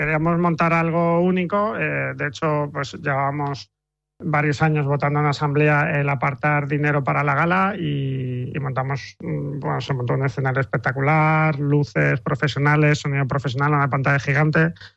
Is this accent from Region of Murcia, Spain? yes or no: no; Elche, Valencian Community, Spain; donde vayamos queremos que la gente sepa que somos de Elche.